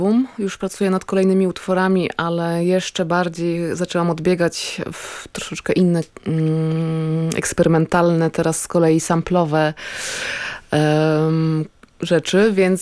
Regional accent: Masovian Voivodeship, Poland; moved away as an adult; now in Tricity, Poland; Ja nie pochodzę z Trójmiasta, ale mieszkam tam już ponad 20 lat.

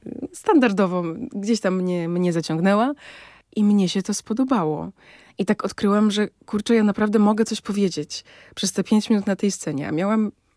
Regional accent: Szamotuły, Greater Poland Voivodeship, Poland; Ja jestem z Szamotu, z Wielkopolski.

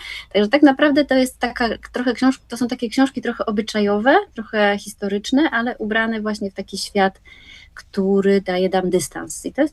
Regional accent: Łódź, Łódź Voivodeship, Poland; moved away as an adult; now in near Płock, Poland; jestem wielką patriotką miejską, także całym sercem jestem wciąż związana z Łodzią. Urodziłam się w Łodzi, spędziłam większość życia w Łodzi, natomiast rzeczywiście od 10 lat mieszkam pod Płockiem jako towar eksportowy za sprawą męża, także na wsi z miasta wielkiego

